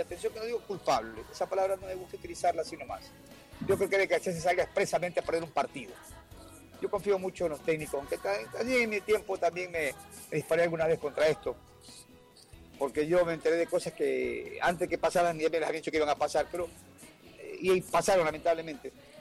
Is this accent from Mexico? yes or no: no; Ecuador; todos somos ecuatorianos